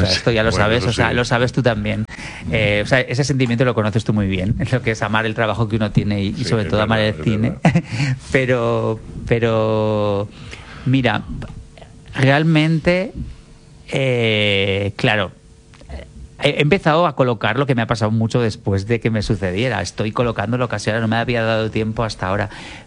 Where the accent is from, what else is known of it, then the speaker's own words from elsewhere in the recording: Pamplona, Navarre, Spain; now in Madrid, Spain; yo soy un chico de Pamplona que iba al colegio y le hacían bullying porque era homosexual y que de alguna manera tuvo que dejar la ciudad para venir a Madrid a encontrarse.